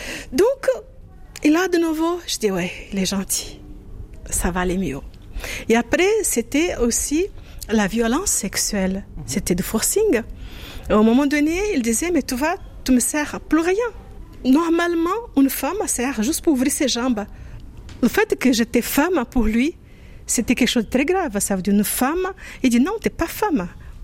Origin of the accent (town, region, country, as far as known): Brazil; moved away